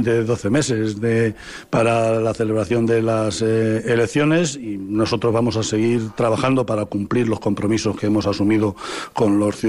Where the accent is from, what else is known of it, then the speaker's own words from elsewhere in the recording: Castilla-La Mancha, Spain; tenemos que sentir orgullo de ser castellano-manchegos, sabiendo que somos españoles